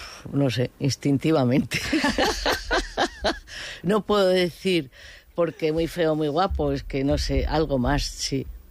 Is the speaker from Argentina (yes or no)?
no; San Sebastián, Basque Country, Spain; aquí, en mi pueblo. Me han tratado siempre bien aquí en San Sebastián.